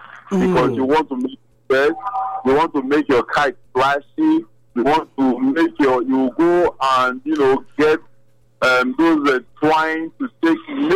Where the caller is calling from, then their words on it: Benin City, Edo, Nigeria; I'm calling from Aduwawa.